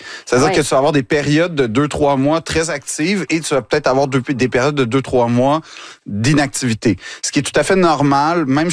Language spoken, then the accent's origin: French; Quebec, Canada